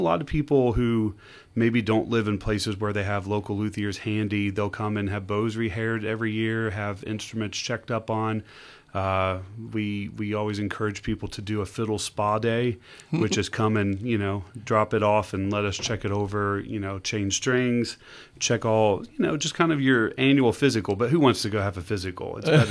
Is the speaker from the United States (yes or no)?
yes; Kentucky, United States; In Kentucky, uh-huh. Just south of Cincinnati.